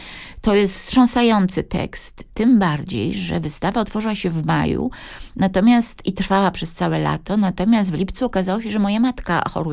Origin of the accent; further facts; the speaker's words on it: Łódź, Łódź Voivodeship, Poland; Oni obydwoje pracowali w Muzeum Sztuki w Łodzi. I ja również się wychowywałam w tym muzeum. Myśmy tam mieszkali po prostu.